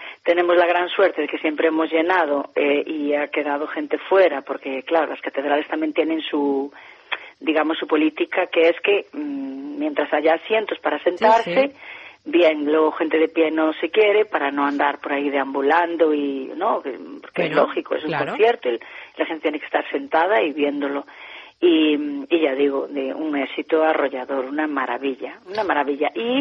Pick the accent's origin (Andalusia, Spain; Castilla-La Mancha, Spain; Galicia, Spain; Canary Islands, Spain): Galicia, Spain; also born or lived in Porto, Portugal; aunque yo nací en Porto, pero vine muy niña para Galicia, adapté una forma de cantar muy luso-galaica